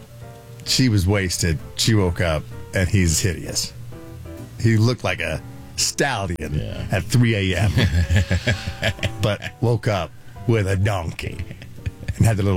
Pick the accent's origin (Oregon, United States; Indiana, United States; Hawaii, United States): Indiana, United States; West Terre Haute; my hometown, West Terre Haute.